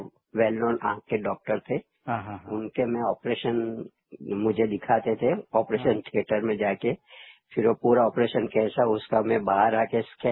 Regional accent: Ahmedabad, Gujarat, India; born there; तो मेरा तो जन्म अहमदाबाद में हुआ था

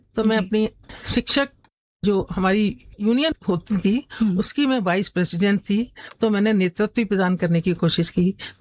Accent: Firozabad, Uttar Pradesh, India; born there; हाँ, 1973 से मैं संगीत से जुड़ी। मेरा जन्म 1961 में हुआ था फिरोजाबाद में।

